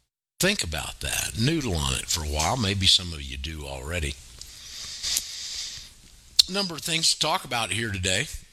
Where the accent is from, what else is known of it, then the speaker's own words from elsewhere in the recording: Panama City Beach, Florida, United States; our hometown, my hometown, and family home